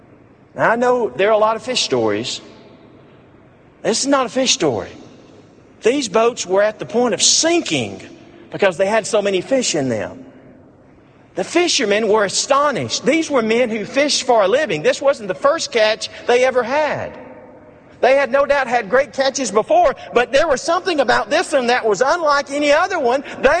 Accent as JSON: {"language": "English", "region": "Alabama", "country": "United States", "tie": "born or raised there", "said": "that's not the term we used when I was growing up in Alabama."}